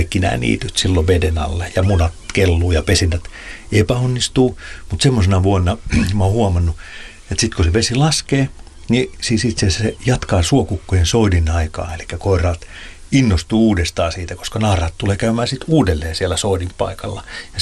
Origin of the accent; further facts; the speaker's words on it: Pori, Satakunta, Finland; Mä muistan 80-luvulla, niin kun mä olen Porista kotoisin, niin siellä oli vielä suokukkoja soittimia ja niitä pesi siellä rantaniityillä.